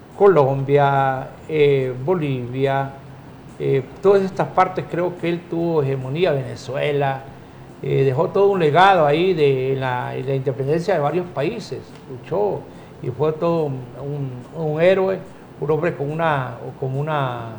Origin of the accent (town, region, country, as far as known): Honduras